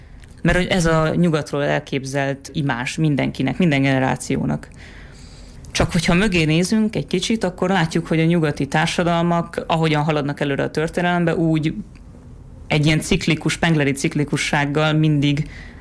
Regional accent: Hungary; akkor is mi magyarok vagyunk. Megvan a sajátos világlátásunk, megvan a sajátos nemzeti karakterisztikánk.

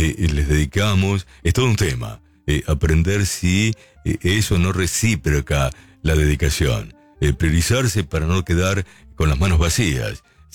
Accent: Argentina; Nosotros somos los argentinos. Tenemos, así como veneramos a San Cayetano, también veneramos a la Virgen de San Nicolás, también veneramos a la patrona de la República Argentina, la Virgen de Luján

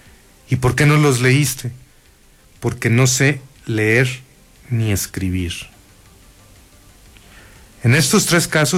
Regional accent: Durango, Mexico; born there; Ya lo he dicho en estos micrófonos, nací en el Hospital General de Durango.

